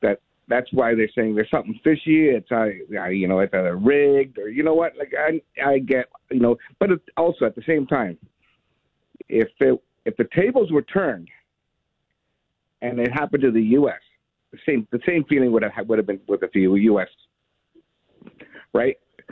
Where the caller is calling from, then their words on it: Vancouver, British Columbia, Canada; How you doing? I'm calling from Vancouver, the other host city here.